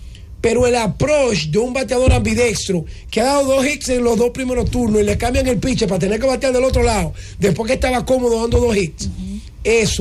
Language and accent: Spanish; Dominican Republic; moved away; Y como dominicano, que viví prácticamente la mitad de mi vida fuera de aquí, fueron muy, muy emotivos esos momentos.